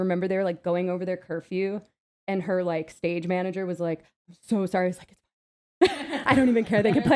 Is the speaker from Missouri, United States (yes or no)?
no; New Jersey, United States; now in New York, United States; I grew up in New Jersey.